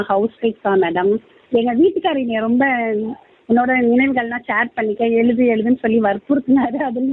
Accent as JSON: {"language": "Tamil", "town": "Nagapattinam", "region": "Tamil Nadu", "country": "India", "tie": "born or raised there", "moved": "yes", "lives_now": "Puducherry, India", "said": "நான் பிறந்ததெல்லாம் வந்து நாகப்பட்டினம் மேடம். நாகப்பட்டினத்துல நீலாஜாச்சம்மன் கோயில் கிட்ட நீலா கீழ விதிங்கிற தெரு அங்கதான் மேடம் நான் பிறந்து வளர்ந்ததெல்லாம்."}